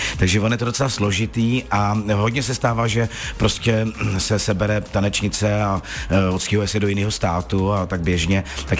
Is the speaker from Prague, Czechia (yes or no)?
no; Loket, Karlovy Vary Region, Czechia; Tak já jsem z Lokte nad Ohří, to je u Karlových Varů